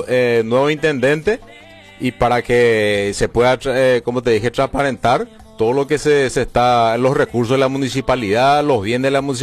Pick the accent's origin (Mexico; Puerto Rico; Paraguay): Paraguay; Carapeguá, Paraguarí